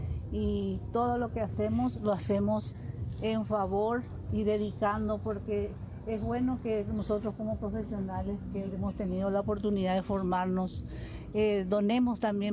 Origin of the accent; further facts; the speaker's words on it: Ñeembucú, Paraguay; nuestra identidad como paraguayos, como ñeembuqueños